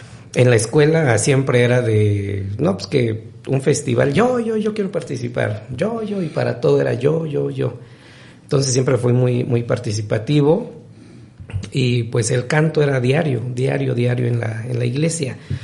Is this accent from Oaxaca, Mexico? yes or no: yes; Oaxaca, Mexico; Y pues allá vivo hasta parte del Cobao, y es cuando me vengo a la ciudad de Oaxaca, ¿no?